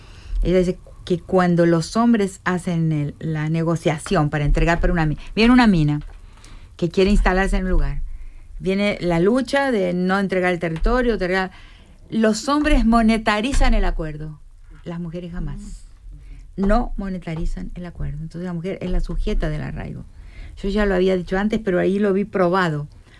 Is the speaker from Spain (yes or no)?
no; Argentina